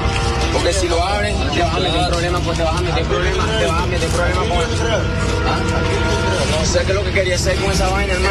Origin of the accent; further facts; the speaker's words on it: Venezuela; now in Lima, Peru; venezolano. Yo vivo en Plaza Norte